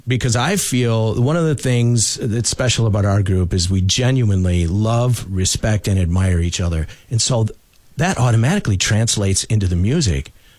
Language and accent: English; Flint, Michigan, United States; I'm from Flint. I was born in Flint.